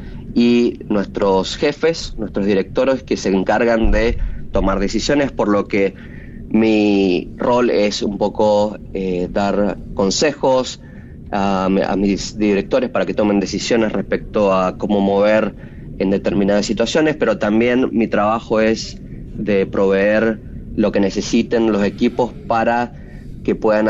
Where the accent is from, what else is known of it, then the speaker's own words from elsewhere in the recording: Mendoza, Argentina; born there; yo nací en Mendoza, me tocó mucho ver el cielo desde las montañas increíbles que tenemos